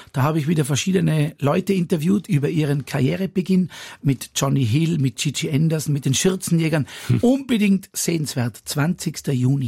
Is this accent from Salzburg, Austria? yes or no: no; Ried im Zillertal, Tyrol, Austria; Einen Höhepunkt im Zillertal, das ist morgen und übermorgen.